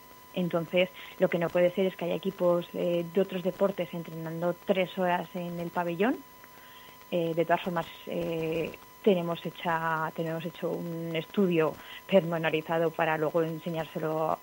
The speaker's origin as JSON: {"language": "Spanish", "town": "Calatayud", "region": "Aragon", "country": "Spain", "said": "creemos que representamos a Calatayud porque somos de Calatayud y que debemos seguir representando a Calatayud."}